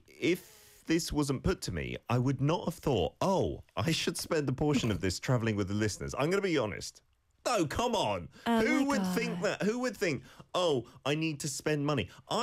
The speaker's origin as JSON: {"language": "English", "country": "United Kingdom", "said": "I am from the UK, home of … are often compared to … so that's one qualification I have. I'm British"}